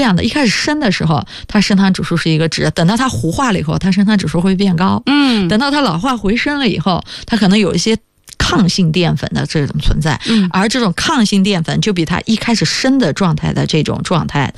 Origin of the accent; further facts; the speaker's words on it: China; 他们这种思维方式和我们中国人思维方式不一样